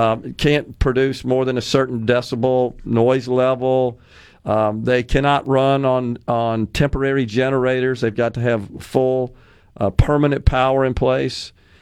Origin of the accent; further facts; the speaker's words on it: Ridgeland, Mississippi, United States; My hometown of Ridgeland